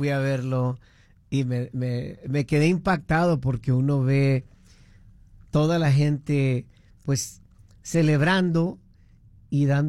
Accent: Mexico; now in Las Vegas, United States; Obviamente nosotros somos mexicanos

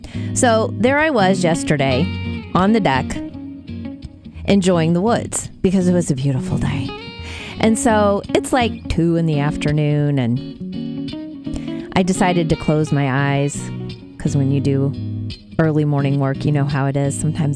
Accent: Metamora, Illinois, United States; now in East Peoria, United States; So, hubby and I are both from the area. I grew up in Metamora. He grew up in Pekin. We raised our kids in Dunlap.

